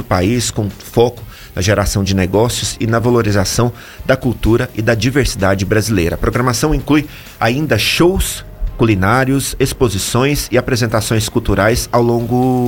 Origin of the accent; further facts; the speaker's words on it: Jataí, Goiás, Brazil; moved away; eu que sou de Jataí